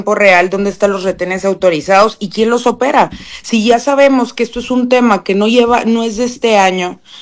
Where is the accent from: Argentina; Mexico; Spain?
Mexico; Magdalena; yo soy de Magdalena